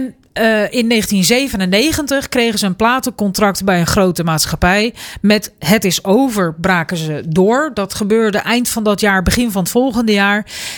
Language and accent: Dutch; Rijssen, Overijssel, Netherlands; de feestweek van Rijshout, waar ik opgegroeid ben.